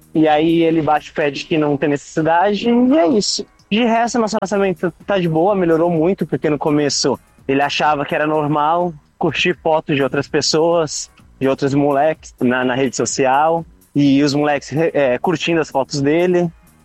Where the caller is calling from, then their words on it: Santos, São Paulo, Brazil; tenho 32 anos, signo de virgem, e eu falo de Santos.